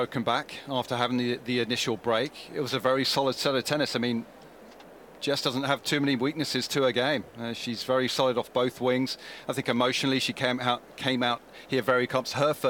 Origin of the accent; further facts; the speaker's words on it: United Kingdom; Being a Brit and playing on one of the big show courts, you have the support.